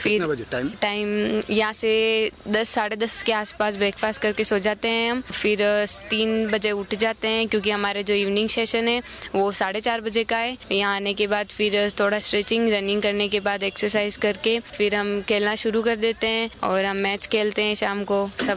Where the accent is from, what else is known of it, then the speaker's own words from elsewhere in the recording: Chittorgarh, Rajasthan, India; मैं चित्तौड़गढ़ से हूँ।